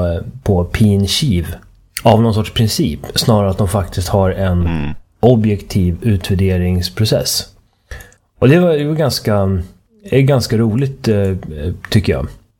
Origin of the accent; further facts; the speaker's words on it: Sweden; som svensk